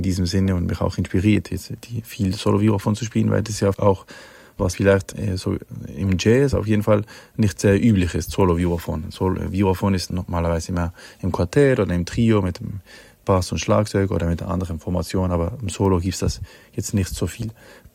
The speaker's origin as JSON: {"language": "German", "country": "Switzerland", "tie": "born or raised there", "moved": "as an adult", "said": "Ich bin in der Schweiz aufgewachsen, habe auch dort Abi gemacht und war dort in der Musikschule und bin dann danach nach Berlin."}